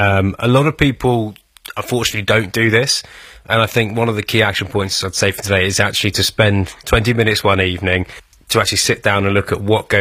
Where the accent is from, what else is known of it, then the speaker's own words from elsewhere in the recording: Petersfield, South East England, United Kingdom; So I grew up in Petersfield